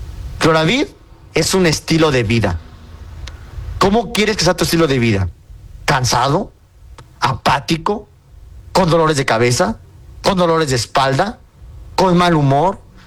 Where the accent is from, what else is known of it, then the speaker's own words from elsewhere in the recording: Toluca, State of Mexico, Mexico; Inicia con 722, porque acuérdense que yo soy de México, de Toluca.